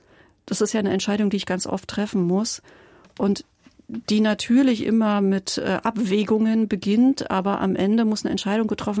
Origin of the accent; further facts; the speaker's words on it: Berlin, Germany; born there; Ich bin ja im Prenzlauer Berg zur Schule gegangen